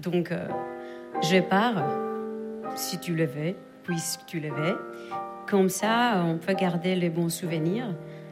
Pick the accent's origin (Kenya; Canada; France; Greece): Greece; first language Greek; French is a second language; moved away; J'imagine que vous avez déjà réalisé concernant ma prononciation. Je viens de la Grèce.